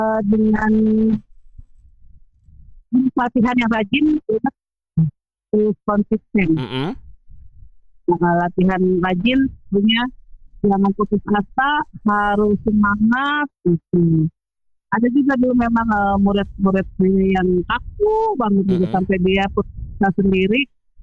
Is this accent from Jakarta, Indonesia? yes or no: yes; Jakarta, Indonesia; Jadi, saya kan itu Betawi